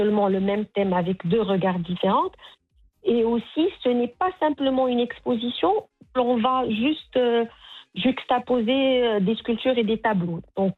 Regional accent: Morocco; Parce que déjà, lui, il est français. Moi, je suis marocaine.

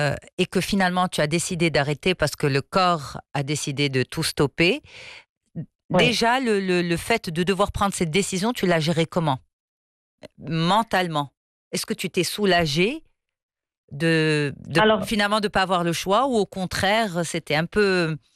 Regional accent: Morocco; le fait de dire, je viens du Maroc, il fallait que je prouv

